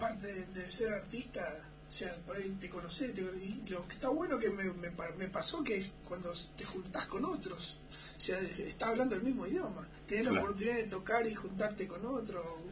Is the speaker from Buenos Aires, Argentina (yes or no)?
no; Malargüe, Mendoza, Argentina; born there; Sí, sí, acá. Mi familia, mi mamá, nací acá también.